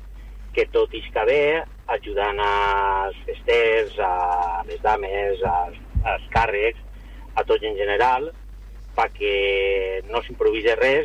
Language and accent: Catalan; Albaida, Valencian Community, Spain; born there; no és perquè sigui el meu poble